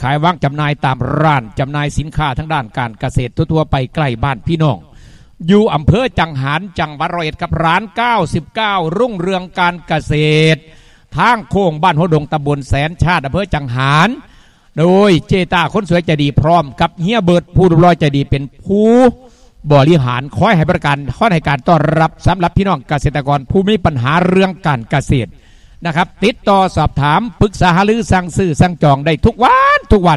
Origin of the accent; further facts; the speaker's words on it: Kalasin, Thailand; อยู่กาฬสินธุ์อยู่บ้านเกิดเมืองนอนของ